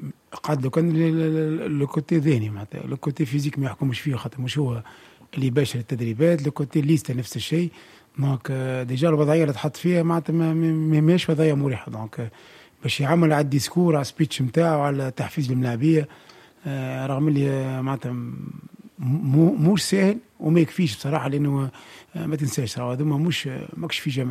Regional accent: Tunisia; احنا كمنتخب تونسي

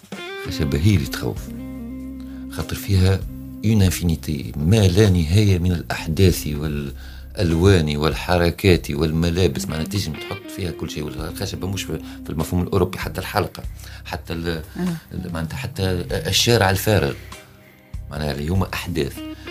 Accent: Tunisia; أنا مسرحي تونسي

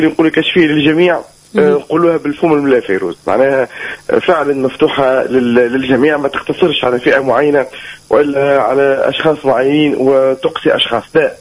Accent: Tunisia; حتى حكاية الابليكاسيون عندنا في تونس ناس دي بروغرامير

